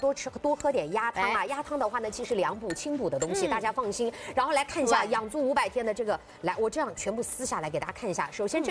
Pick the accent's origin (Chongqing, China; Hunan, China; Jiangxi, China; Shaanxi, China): Jiangxi, China; 我江西人，虽然我们老家鸡也好，鸭也好，也蛮多的